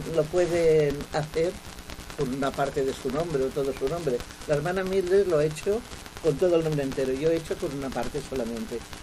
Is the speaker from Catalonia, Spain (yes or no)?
yes; Catalonia, Spain; first language Catalan; Spanish is a second language; yo mi lengua materna es catalán, porque estoy en Cataluña